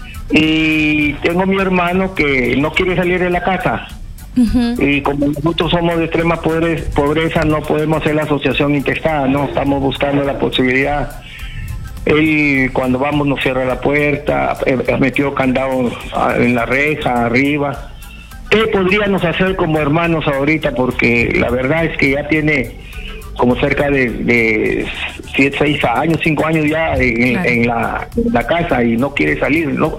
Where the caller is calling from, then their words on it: Talara, Piura, Peru; le hablo de Talara.